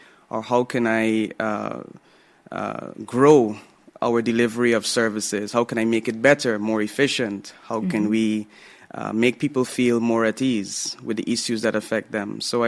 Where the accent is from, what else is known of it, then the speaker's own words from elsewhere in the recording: Demerara-Mahaica, Guyana; I'm from Commons Lodge